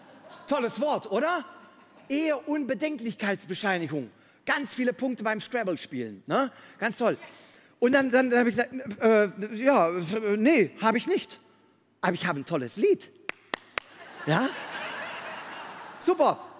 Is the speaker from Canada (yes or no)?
no; Belgium; German is a second language; moved away as an adult; now in Germany; ich komme aus Belgien